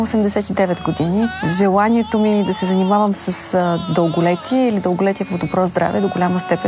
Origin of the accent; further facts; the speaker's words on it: Bansko, Blagoevgrad Province, Bulgaria; Аз съм от Банско.